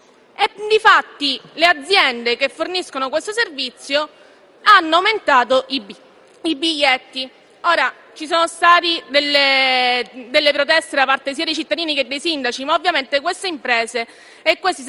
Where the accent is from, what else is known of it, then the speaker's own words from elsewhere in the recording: Messina, Sicily, Italy; io sono di Messina